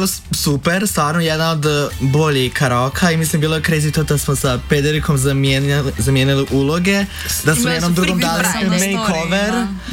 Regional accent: Velika Kladuša, Federation of Bosnia and Herzegovina, Bosnia & Herzegovina; moved away as an adult; also born or lived in Sarajevo; now in Ljubljana, Slovenia; Rođena sam u Bosni, Velikoj Kladuši. A, tamo sam onda živjela sve do srednje, onda sam u srednju išla u Sarajevo. I onda iz Sarajeva u Ljubljano.

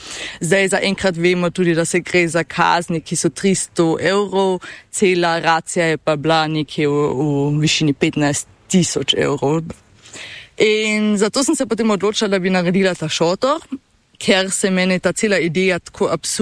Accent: Carinthia, Austria; mi kot koroški Slovenci in koroške Slovenke

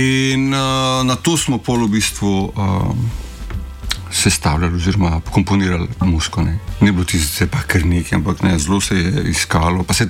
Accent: North Macedonia; meni so te zelo blizu ritmi, jaz sem pač iz Makedonije

